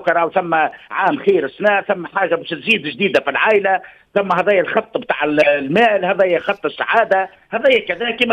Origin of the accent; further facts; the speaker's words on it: Tunisia; خلينا نقولوا احنا حلويات الجنوب الشرقيه